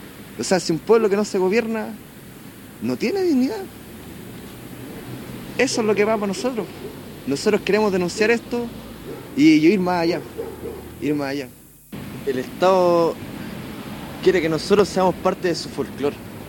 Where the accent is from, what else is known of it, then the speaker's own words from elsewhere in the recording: Chile; Nosotros no somos Chile. No somos chilenos, somos mapuches.